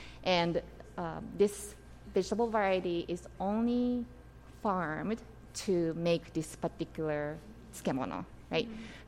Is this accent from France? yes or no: no; Japan; moved away; I grew up in Japan. I was born in Japan, grew up in Japan mostly